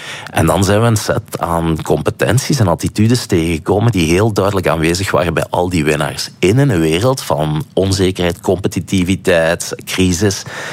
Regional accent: Flanders, Belgium; Ik zeg, soy de Belgica.

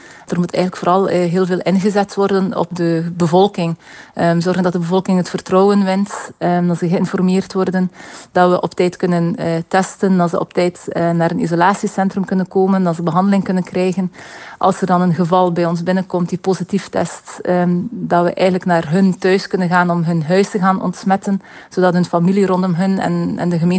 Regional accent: Belgium; ik ben een Belgische spoedarts

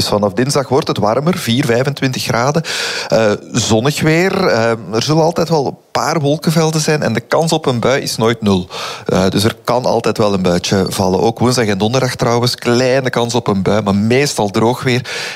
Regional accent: Flemish Brabant, Belgium; Nu, ik ben van Vlaams-Brabant, savan nog wel.

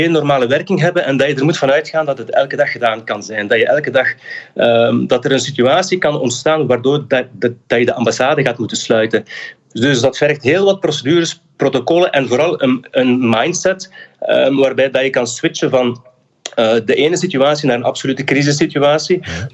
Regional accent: Flanders, Belgium; first language Dutch; now in The Hague, Netherlands; om als Nederlandstalige Belg, om als Vlaming

